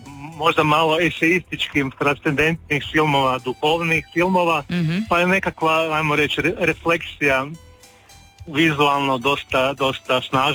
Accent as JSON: {"language": "Croatian", "town": "Zagreb", "region": "City of Zagreb", "country": "Croatia", "said": "Ja sam iz Zagreba, pa znam koliko sam na Sljemenu više ljudi doživljavao."}